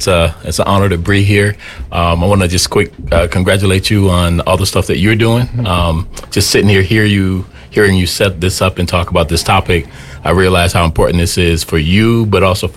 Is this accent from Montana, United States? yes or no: no; Bowman, South Carolina, United States; moved away as an adult; now in Twin Cities, United States; born and raised outside of Charleston, small place called Bowman, South Carolina. My wife Shaniqua and I came here to the Twin Cities right out of college. So back in 2005